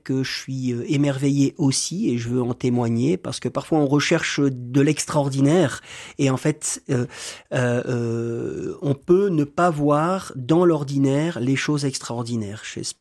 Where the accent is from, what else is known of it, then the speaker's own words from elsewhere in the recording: Roubaix, Hauts-de-France, France; born there; Je suis né à Roubaix.